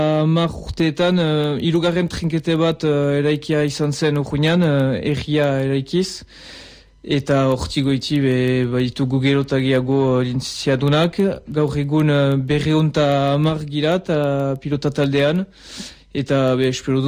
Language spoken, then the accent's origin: Basque; Urrugne, Nouvelle-Aquitaine, France